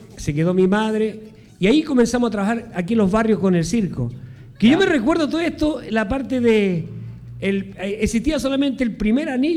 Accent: Bolivia; born there; also born or lived in Chile; 50% de chileno y 50% de boliviano. Porque nací en Chile, pero me crié en Bolivia. Yo llegué de 10 años acá.

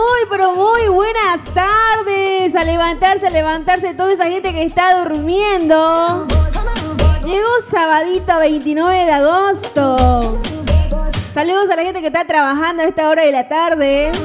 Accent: Santa Cruz, Bolivia; como todos los cruceños que somos, todos los bolivianos.

